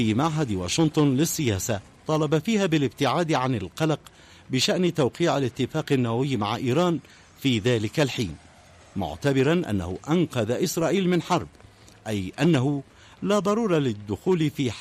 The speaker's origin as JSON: {"language": "Arabic", "country": "Yemen", "said": "بلادنا اليمن"}